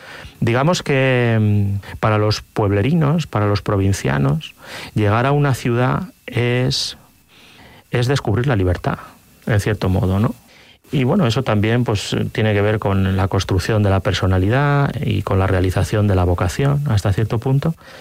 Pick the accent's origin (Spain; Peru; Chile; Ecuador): Spain; Castilla-La Mancha; moved away as an adult; also born or lived in Madrid; A mí me habría tocado seguramente estudiar en Ciudad Real.